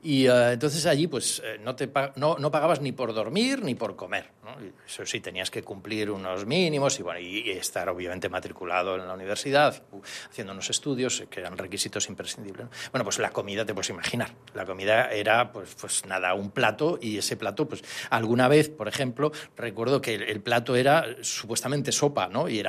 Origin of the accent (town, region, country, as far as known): Galicia, Spain